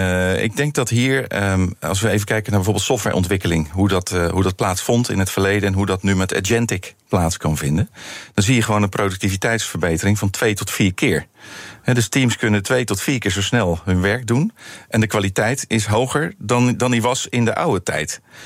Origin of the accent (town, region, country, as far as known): Netherlands